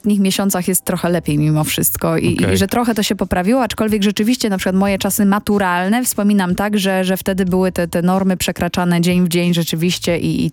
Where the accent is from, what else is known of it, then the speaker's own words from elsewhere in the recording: Skawina, Lesser Poland, Poland; also born or lived in Kraków; Moim miastem jest Skawina, moja miejscowość, z której pochodzę, w której się urodziłam się tak naprawdę w Krakowie, ale to jest bardzo, bardzo bliziutko